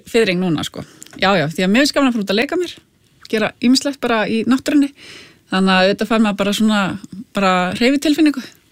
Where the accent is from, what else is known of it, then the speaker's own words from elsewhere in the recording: Hafnarfjordur, Capital Region, Iceland; Já, ég kem úr Hafnarfirði. Ég ólst upp í Klausturhvammi og hérna...